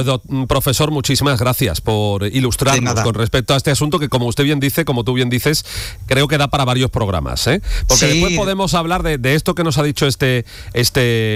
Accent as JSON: {"language": "Spanish", "town": "Jerez", "region": "Andalusia", "country": "Spain", "tie": "born or raised there", "lives_now": "Seville, Spain", "said": "desde Sevilla. Tengo que decir que tengo que felicitar también yo a mi ciudad, a mi pueblo, a Jerez"}